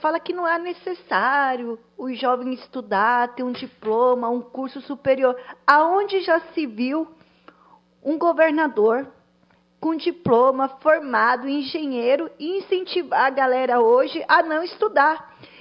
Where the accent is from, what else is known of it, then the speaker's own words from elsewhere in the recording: Diadema, São Paulo, Brazil; sou lá de Diadema.